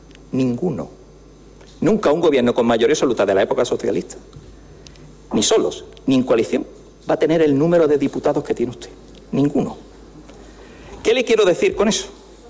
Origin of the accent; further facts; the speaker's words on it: Cádiz, Andalusia, Spain; accent: Andalusian; ¿Que soy andaluz y ceceo o ceseo? ¿Cuál es el problema, señor Jiménez? No, no sé. Usted como un catedrático de... En fin. Es que uno es de Cádiz. Uno es de Cádiz. Perdone que me coma la zeta.